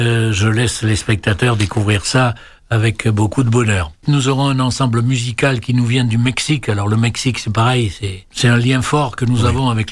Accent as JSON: {"language": "French", "town": "Tahiti", "country": "French Polynesia", "said": "des traditions qui ressemblent beaucoup à ce que nous trouvons chez nous à Tahiti ou ailleurs."}